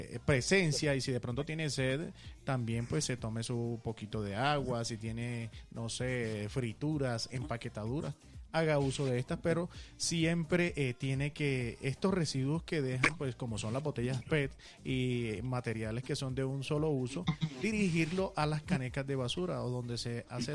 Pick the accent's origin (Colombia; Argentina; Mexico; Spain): Colombia; Coveñas, Sucre; yo soy de allá de Coveña, soy coveñero nacido y criado